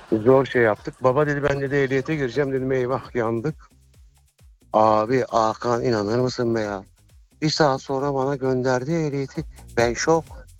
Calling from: Thrace, Turkey; Abi ben Trakyalıyım be ya.

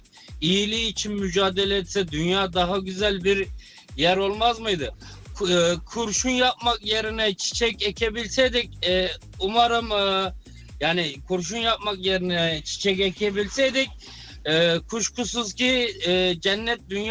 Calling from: Berlin, Germany; ben Berlin'den.

